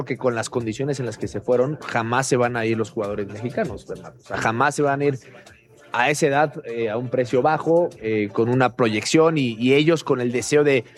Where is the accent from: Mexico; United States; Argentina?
Mexico; ¿Qué garantías le damos nosotros como mexicanos al club europeo?